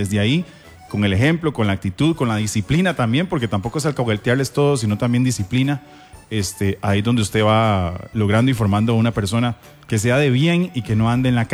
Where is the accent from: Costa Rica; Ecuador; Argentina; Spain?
Costa Rica